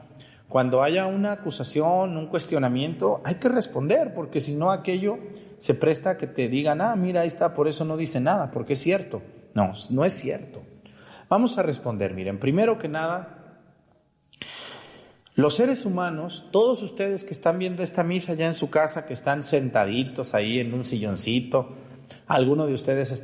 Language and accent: Spanish; Mexticacán, Jalisco, Mexico; moved away; Yo cuando voy allá a mi pueblo en Mexicacán al panteón